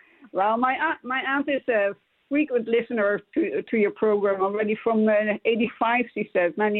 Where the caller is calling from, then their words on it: Netherlands; I'm from the Netherlands.